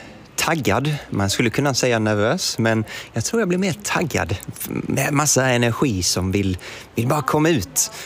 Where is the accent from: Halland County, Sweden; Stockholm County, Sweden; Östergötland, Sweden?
Halland County, Sweden; som hallänning